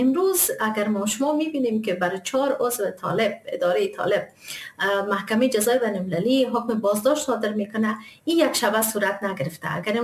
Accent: Kabul, Afghanistan; ما خودم من حیث کسی که تمام زندگی در افغانستان زندگی کردیم، درست است ما در کابل متولد شدیم بزرگ شدیم، ولیکن سعادت از داشتم که در چند ولایت افغانستان سفر کنم

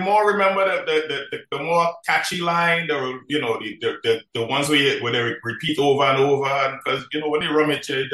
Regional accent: Marbella, Andalusia, Spain; born or raised there

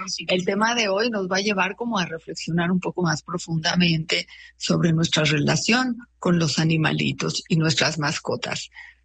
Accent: Mexico; Aparte de disfrutar que somos mexicanos y que México compite fuertemente en fútbol

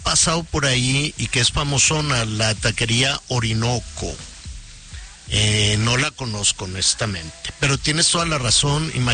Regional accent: Mexico; Somos los mexicanos, ¿verdad? Cuando te encargan a alguien, lo primero que estás pensando en qué fregado le vas a dar de comer.

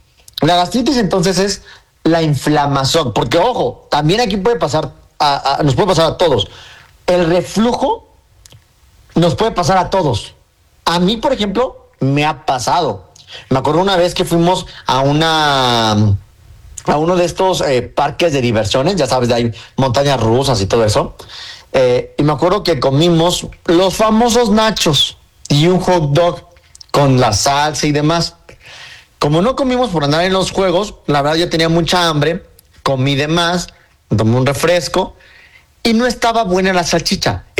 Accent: Mexico; somos mexicanos y comemos tortilla.

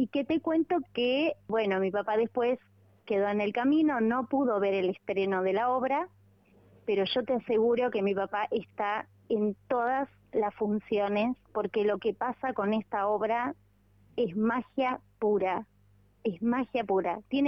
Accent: Balcarce, Buenos Aires Province, Argentina; Yo soy balcarceña, vivo en Balcarce.

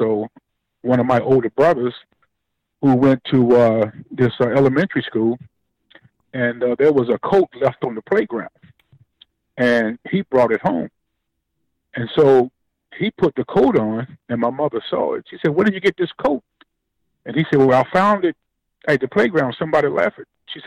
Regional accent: Aiken, South Carolina, United States; the happiest time of my life is, of course, when I was growing up in Aiken, South Carolina.

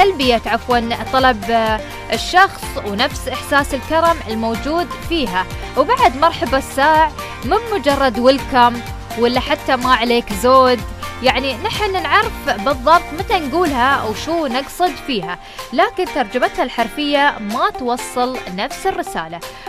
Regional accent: United Arab Emirates; accent: Emirati; وهذا الشيء نلاحظه وايد في لهجتنا.

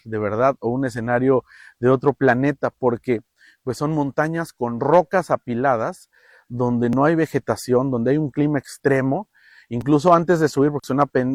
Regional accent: Mexico; now in San Diego, United States; Si yo como mexicano rento un carro aquí en San Diego con placas de Estados Unidos y quiero cruzar a Tijuana o al Valle de Guadalupe, no lo puedo hacer

